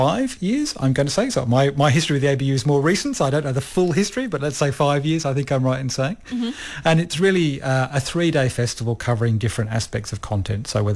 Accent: Australia; moved away; as your audience may be able to hear, I'm Australian by background.

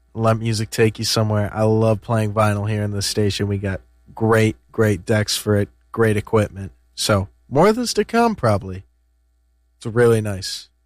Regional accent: Wisconsin, United States; He died in my home state of Wisconsin, actually, in Madison.

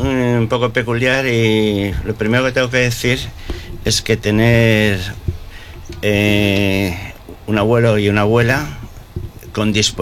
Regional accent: Valencia, Valencian Community, Spain; moved away as an adult; also born or lived in Lanzarote; yo soy de Valencia y mis padres no estaban

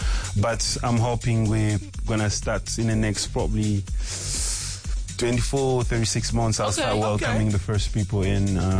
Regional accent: Goma, North Kivu, DR Congo; I named it after my hometown in Congo called Goma.

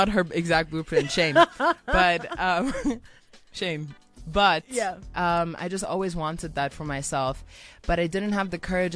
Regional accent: China; because I grew up in China and I came from an Iranian background, I was introduced to so many different like sonic worlds.

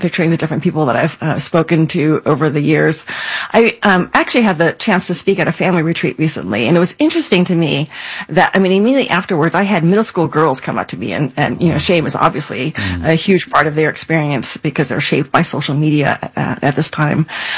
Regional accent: Texas, United States; Yeah, so I'm born and raised in Texas. You can tell by nothing, right? You can tell only because I tell that to you. So my parents immigrated from Taiwan.

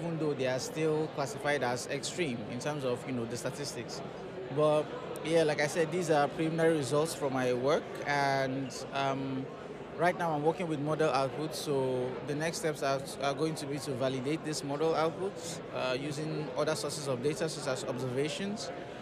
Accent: Nigeria; English is a second language; now in Hobart, Australia; I'm Nigerian. I am with the University of Tasmania.

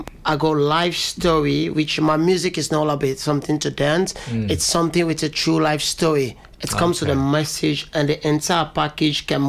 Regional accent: Sierra Leone; But I'm from Sierra Leone. We have the best jollof.

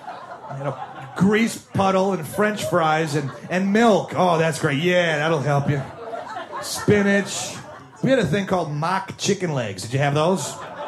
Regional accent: Milwaukee, Wisconsin, United States; When I grew up in Milwaukee, I grew up in the 70s.

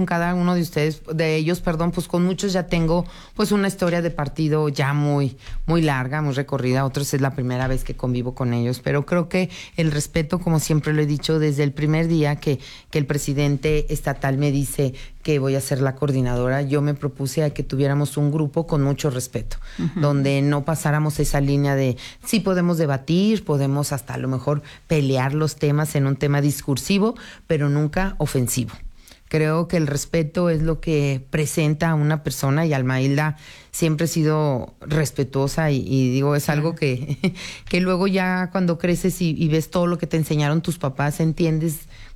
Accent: Aguascalientes, Mexico; born or raised there

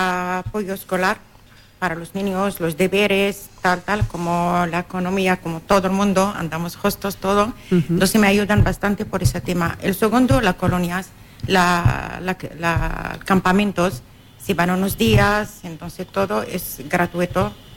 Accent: Morocco; Sí, el sur de Marruecos, el Sahara.

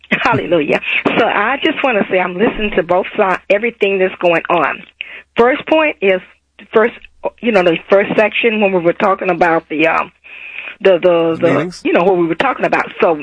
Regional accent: Wisconsin, United States; I'm from Wisconsin. The viewers are it.

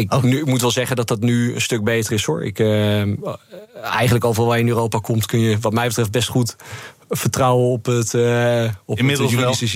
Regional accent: Netherlands; moved away

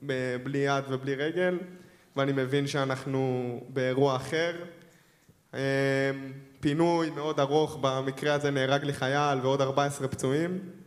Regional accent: Beersheba, Southern District, Israel; אני בכלל מבאר שבע

